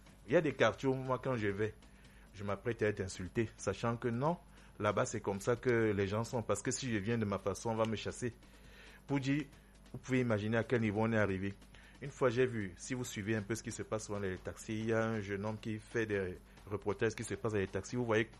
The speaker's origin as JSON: {"language": "French", "country": "Cameroon", "said": "mais en tant que Camerounais quand même, la première des choses serait de vanter le drapeau de son pays"}